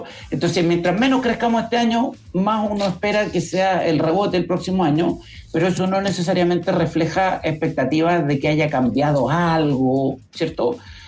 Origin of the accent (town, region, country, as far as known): Chile